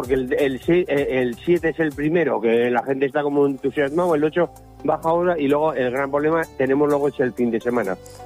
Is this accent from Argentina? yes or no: no; Pamplona, Navarre, Spain